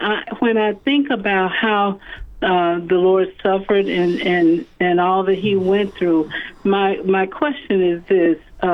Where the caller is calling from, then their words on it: Kansas City, Missouri, United States; I'm calling from Kansas City, and we listen to you on the radio.